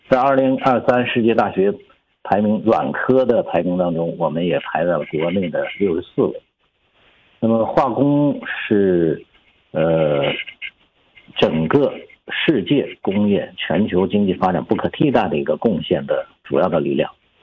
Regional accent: Songyuan, Jilin, China; 我是吉林松原人。

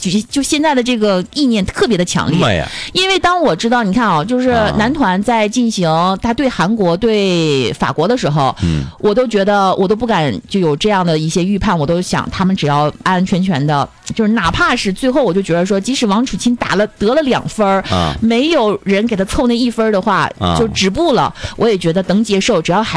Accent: Northeast China, China; 比如是我们东北人

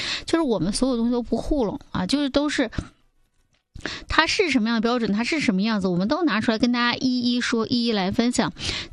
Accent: Changchun, Jilin, China; 我说我们是长春的。

